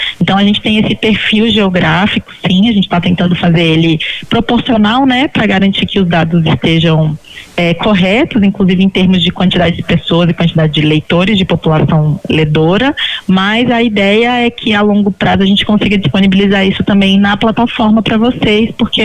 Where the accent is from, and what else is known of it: Brazil